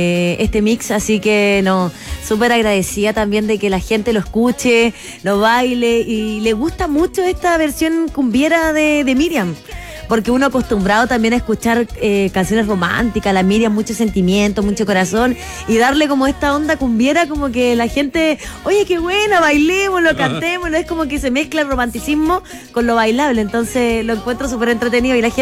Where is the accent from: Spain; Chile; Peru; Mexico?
Chile; Iquique, Tarapacá; Yo soy iquiqueña, Alvarito. Iquique, tierra de campeones.